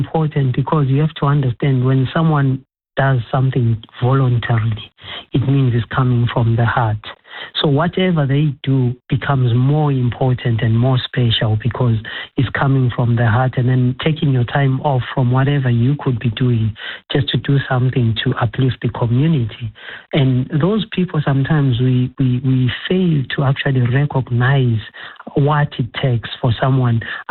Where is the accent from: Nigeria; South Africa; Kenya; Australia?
South Africa